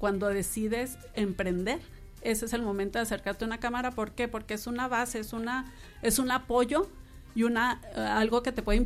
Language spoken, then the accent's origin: Spanish; Mexico; Y como buenos mexicanos, pues festejando.